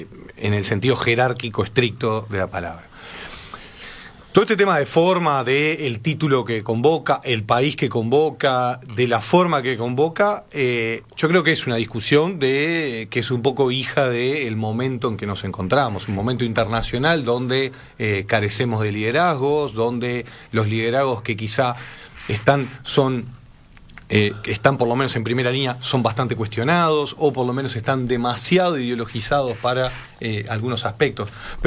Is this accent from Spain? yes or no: no; Uruguay